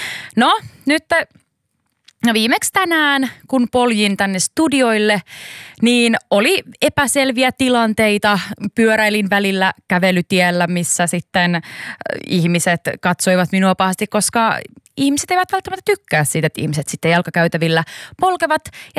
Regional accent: Kuopio, North Savo, Finland; now in Helsinki, Finland; mä olen Savosta, mä olen Kuopiosta

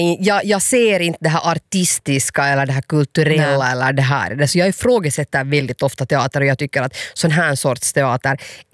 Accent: Hanko, Uusimaa, Finland; jag är från Hangö

